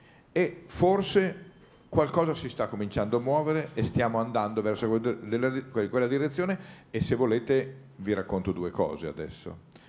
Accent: Lombardy, Italy

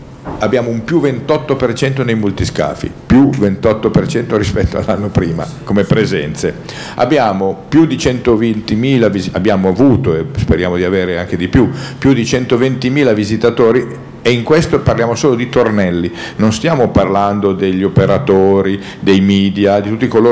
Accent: Lombardy, Italy; also born or lived in Ligurian hinterland; io da Foresto, perché io vengo dall'entroterra ligure, sono lombardo

